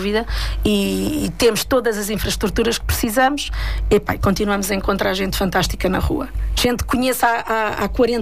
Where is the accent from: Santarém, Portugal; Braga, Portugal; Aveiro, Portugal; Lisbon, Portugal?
Lisbon, Portugal; Mafra; also born or lived in Mozambique; Mafra é o meu coração, é a minha terra, é aquilo que me faz sorrir também todos os dias, ainda que eu tenha outras, tenha a aldeia dos meus pais, Arcozelo da Serra Gouveia, que também me marca muito